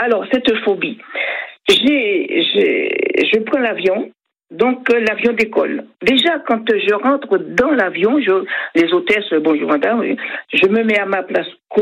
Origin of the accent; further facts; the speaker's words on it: Martinique; now in France; Et je suis donc de la Martinique et je prends assez souvent l'avion pour aller voir la famille.